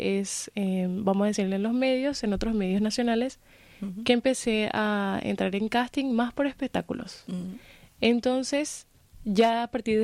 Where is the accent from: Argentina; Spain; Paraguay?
Paraguay; Asunción; born there; Yo en realidad nací en Asunción, en el barri